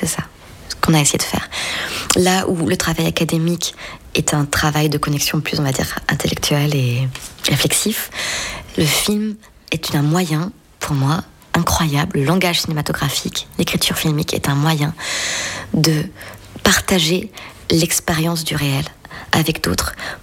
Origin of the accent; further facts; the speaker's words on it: Brittany, France; moved away; Moi, je viens de la mer, j'ai grandi en Sud-Bretagne, et je ne connaissais pas la rivière avant de connaître Emilien.